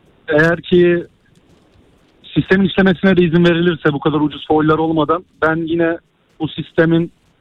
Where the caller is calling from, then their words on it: Değirmendere, Kocaeli, Turkey; Değirmendere'den